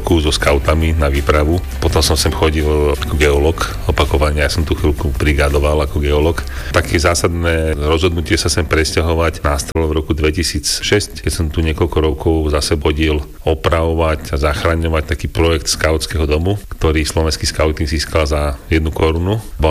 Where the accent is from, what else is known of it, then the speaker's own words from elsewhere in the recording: Modra, Bratislava Region, Slovakia; now in Banská Štiavnica, Slovakia; Ja som prišiel z Modry a manželka z Liptovského Mikuláša, ale spoznali sme sa na Prírodovedskej fakulte v Bratislave.